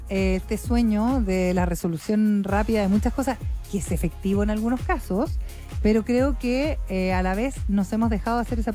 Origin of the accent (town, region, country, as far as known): Chile